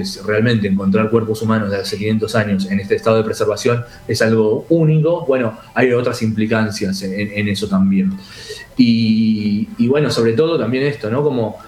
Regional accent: Argentina; nosotros como argentinos, como cultura, como nación

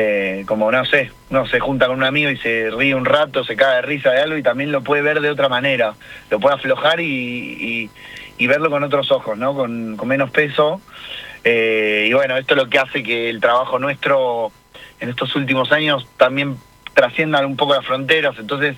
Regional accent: Argentina; nosotros somos argentinos

